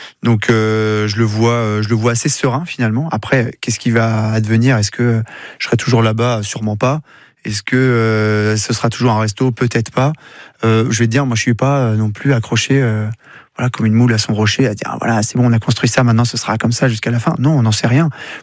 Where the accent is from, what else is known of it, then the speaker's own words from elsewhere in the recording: Normandy, France; moved away; je suis normand d'origine, alors j'ai grandi au bord de la mer